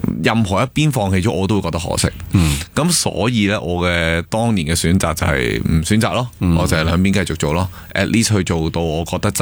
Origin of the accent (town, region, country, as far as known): Hong Kong